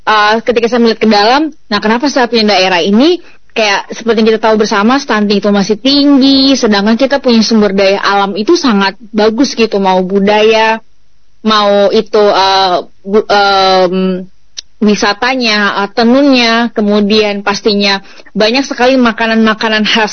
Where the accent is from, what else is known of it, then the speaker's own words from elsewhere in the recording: Timor Island, East Nusa Tenggara, Indonesia; saya lahir dan besar di Pulau Timor, kemudian saya pergi merantau